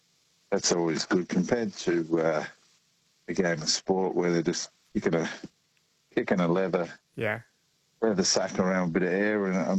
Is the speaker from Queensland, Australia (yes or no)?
yes; Brisbane, Queensland, Australia; I was going for the Dockers even though I'm from Brisbane